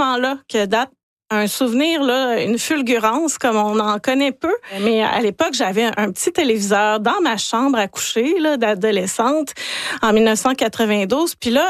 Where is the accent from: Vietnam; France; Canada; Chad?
Canada; Saguenay, Quebec; je viens du Saguenay